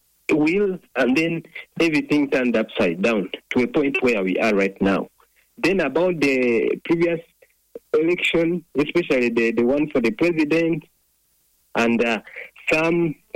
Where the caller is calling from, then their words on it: Kampala, Central Region, Uganda; calling in from Busega.